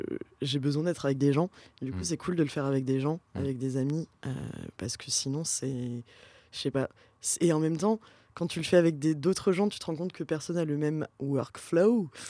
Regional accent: Pau, Nouvelle-Aquitaine, France

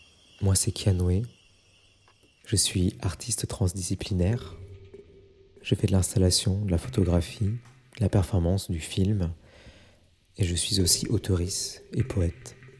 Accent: Vietnam; Je suis vietnamien, vietnamien

